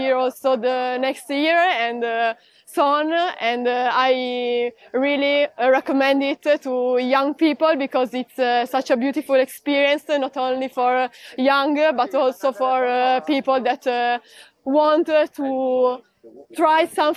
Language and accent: English; Italy; I'm from Italy and I'm 19 years old.